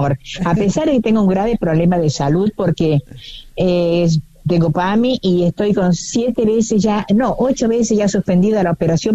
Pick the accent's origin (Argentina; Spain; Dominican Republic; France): Argentina; Sebastián Elcano, Córdoba; moved away as an adult; also born or lived in Buenos Aires; Soy cordobesa y cuando me casé me fui a vivir a Buenos Aires. Ahí viví 35 años